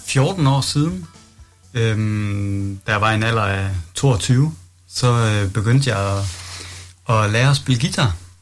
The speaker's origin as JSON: {"language": "Danish", "town": "Skanderborg", "region": "Central Denmark Region", "country": "Denmark", "tie": "born or raised there", "said": "Så jeg er fodbolddreng, vokset op med fodbold, og det var sådan mit liv i mine unge dage i Skanderborg, hvor jeg voksede op."}